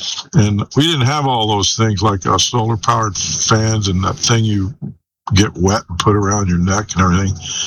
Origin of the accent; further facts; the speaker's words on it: Texas, United States; I grew up down in South Texas in the Rio Grande Valley, where it gets hotter than the hinges of Hades in the summer.